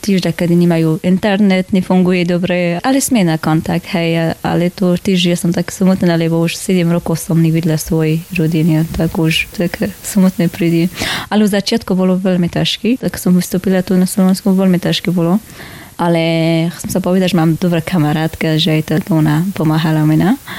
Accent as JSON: {"language": "Slovak", "region": "Baghlan", "country": "Afghanistan", "also_born_or_lived": "Kabul", "second_language": "Slovak", "moved": "as an adult", "lives_now": "Košice, Slovakia", "said": "Ja som originálne z Baghlan, to sa volá, provincia. A teraz tak momentálne bývame vo Kabul, hlavné mesto."}